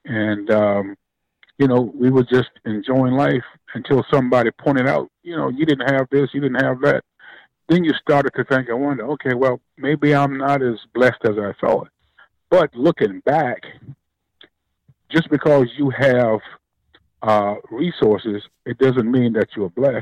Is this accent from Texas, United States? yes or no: no; Aiken, South Carolina, United States; the happiest time of my life is, of course, when I was growing up in Aiken, South Carolina.